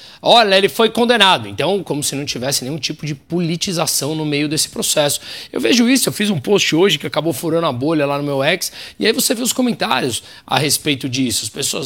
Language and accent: Portuguese; Brazil; uma grande revolta enquanto brasileiro